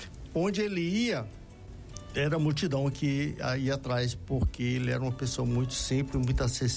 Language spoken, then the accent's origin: Portuguese; Cascavel, Ceará, Brazil; born there; moved away; lá na minha cidade de Cascavel, né, no Ceará. Fui crismado por ele também lá em Cascavel.